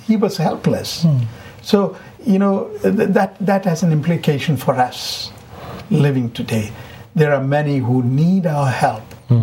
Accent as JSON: {"language": "English", "country": "India", "tie": "born or raised there", "said": "While growing up in India, after every prayer, we repeated the first three verses of Psalm 103."}